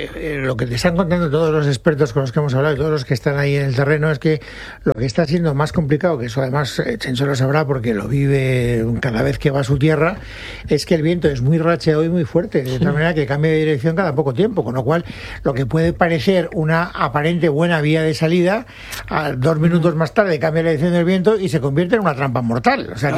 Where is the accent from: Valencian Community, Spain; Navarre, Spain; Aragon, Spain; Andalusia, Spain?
Valencian Community, Spain; Castellón de la Plana; así como Chencho es de Almería, pues yo soy de Castellón y toda la zona afectada de Valencia es una zona que conozco, no como la palma de mi mano, pero la conozco bastante bien.